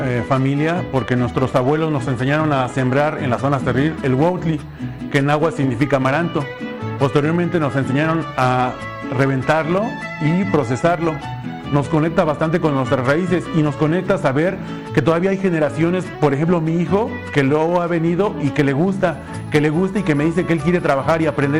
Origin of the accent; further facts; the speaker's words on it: Santiago Tulyehualco, Mexico City, Mexico; las personas que somos originarias de Santiago Tullehualco. Somos bendecidos por vivir en un pueblo donde nos ha dado de comer, donde es un pueblo donde podemos sembrar, donde todavía se vive con la naturaleza